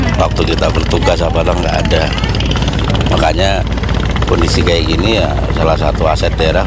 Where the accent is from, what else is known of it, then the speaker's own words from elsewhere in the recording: Jakarta, Indonesia; Kami dari Jakarta tuh ada sesuatu yang menarik, makanya waktu kami tugas di sini tuh sekalian ada waktu ya kami luangkan untuk melihat kondisinya